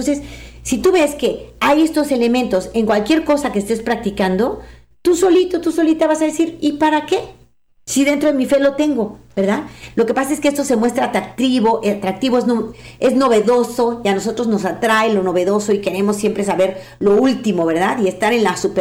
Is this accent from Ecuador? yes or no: no; Mexico; quiero compartir contigo una instrucción pastoral sobre la nueva era que nos compartió en mi país, en México, el cardenal Norberto Rivera